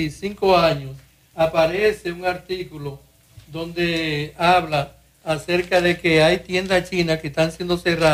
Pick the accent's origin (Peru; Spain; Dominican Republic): Dominican Republic; como ciudadano dominicano de 74 años